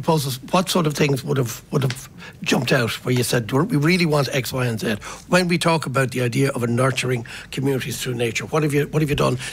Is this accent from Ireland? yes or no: yes; Dublin, Leinster, Ireland; I have to admit, I'm from Fine Gael as well. It is an ever expanding area, Fine Gael, and it's a very vibrant part of Dublin.